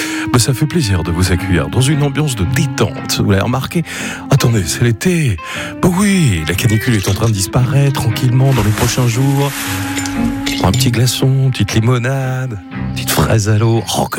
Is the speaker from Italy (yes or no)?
no; Auvergne-Rhône-Alpes, France; je suis auvergnat